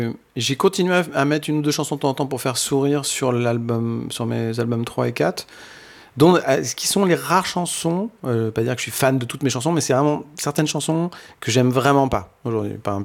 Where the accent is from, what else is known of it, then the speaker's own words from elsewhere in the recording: Normandy, France; Après, comme moi, je suis normand, je suis un peu ignifugé, par exemple, contre les ambiances de pluie.